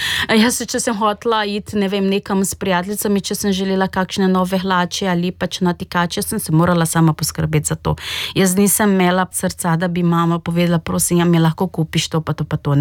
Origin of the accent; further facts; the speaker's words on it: Brazil; Slovenian is a second language; now in Slovenia; jaz prihajam z Brazilije, živim v Sloveniji že od leta 2006.